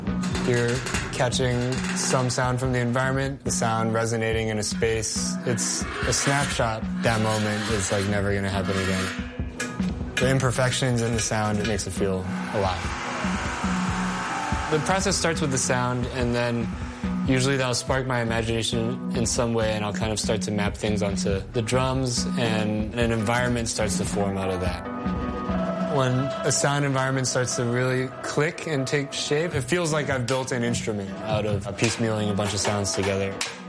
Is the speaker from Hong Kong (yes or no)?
yes; Hong Kong; also born or lived in New York; now in Dallas, United States; You know, growing up in Hong Kong and then living in New York for 10 years, it's pretty much like two of the densest places you can live.